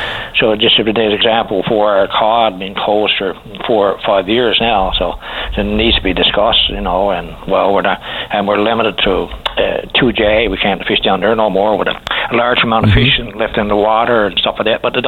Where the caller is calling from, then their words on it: Newfoundland and Labrador, Canada; I'm calling from the Gulf, northern, western Newfoundland and the Gulf region, northern Peninsula.